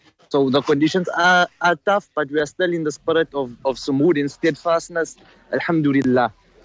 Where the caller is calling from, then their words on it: Sirte, Sirte District, Libya; we are just outside Sirte, outside on the west, maybe about 30 kilometers out from Sirte, Libya.